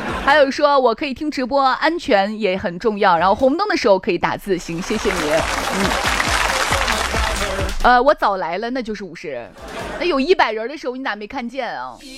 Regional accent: Shaanxi, China; 这个关中八景我们陕西人必须得知道

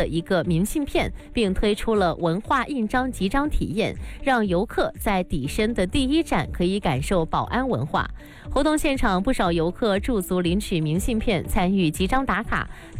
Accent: Guangdong, China; 我们广东人

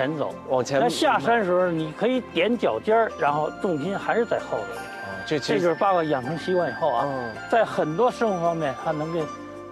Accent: Beijing, China; born there; 习武50多年了，从小跟我祖父嘛，一直在天坛大坑那块儿。

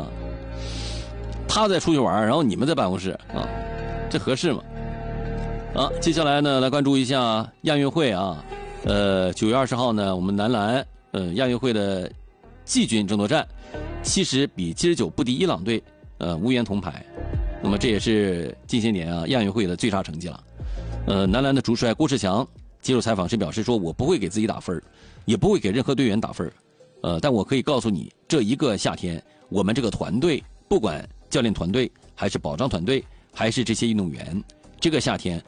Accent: China

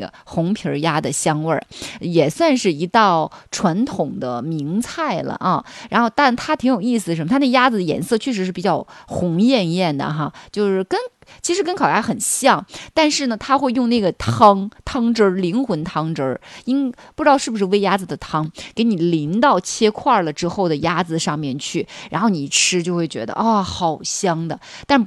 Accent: Panjin, Liaoning, China; 我们盘锦

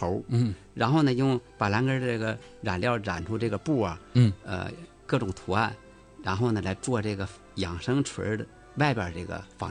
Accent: China; 并且这个牡丹呢不会严寒，也体现我们中国人这个有骨气

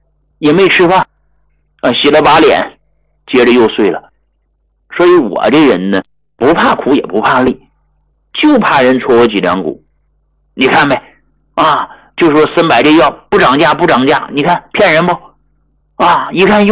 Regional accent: Yunnan, China; 咱们云南人的骄傲张桂梅

